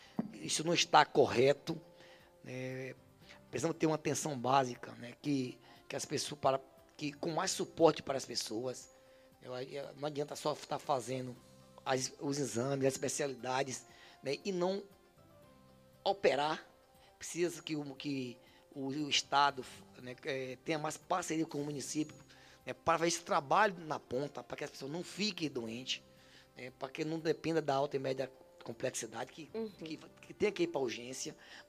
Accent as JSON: {"language": "Portuguese", "town": "Camaçari", "region": "Bahia", "country": "Brazil", "said": "lá na minha cidade"}